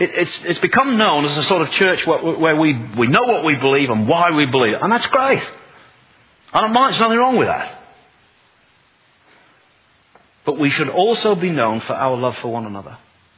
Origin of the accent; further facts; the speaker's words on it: United Kingdom; I'm typical British. My home is my castle, thank you very much.